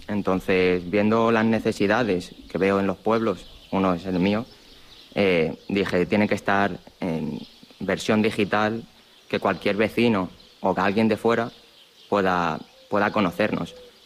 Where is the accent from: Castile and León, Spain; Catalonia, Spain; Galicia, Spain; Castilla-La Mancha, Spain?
Castilla-La Mancha, Spain; Los Navalmorales